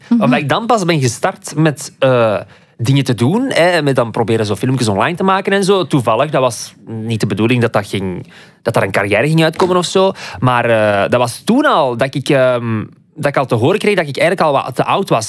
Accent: Aalst, Flanders, Belgium; accent: Aalst; En ik heb dezelfde tongval als Aaron. We zijn alle 2 van het Aalsterse, van die kanten.

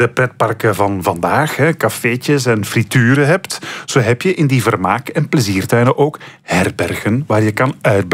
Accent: Flanders, Belgium; Bij ons in Vlaanderen liggen de wortels van de pretparken eerder bij de jaarmarkten die hier in de middeleeuwen georganiseerd worden.

